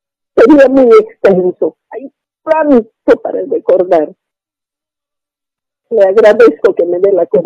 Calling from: Potosí, Bolivia; Yo soy potosina

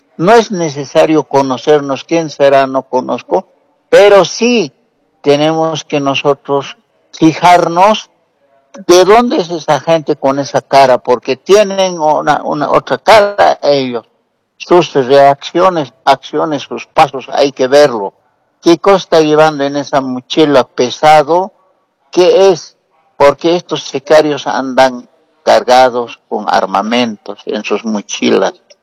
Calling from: La Paz, Bolivia; Un saludo patriota aquí de La Paz, de la ciudad de La Paz.

